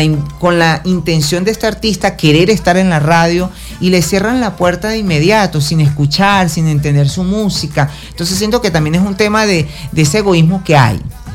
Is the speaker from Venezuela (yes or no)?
yes; Venezuela